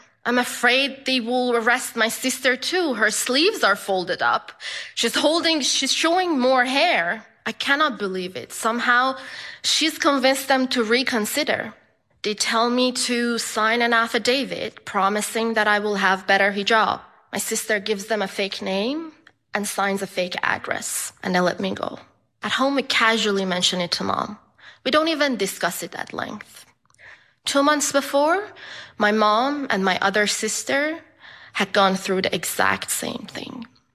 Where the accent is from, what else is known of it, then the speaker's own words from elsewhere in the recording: Iran; A 22-year-old girl in Iran, my home country, has been killed by the morality police because of inappropriate hijab.